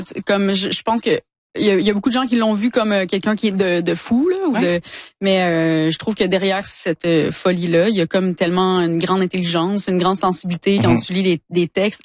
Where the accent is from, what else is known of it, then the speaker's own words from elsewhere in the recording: Quebec, Canada; Ouais, ma famille vient du bas du fleuve aussi, mais ouais, j'ai grandi en Gaspésie.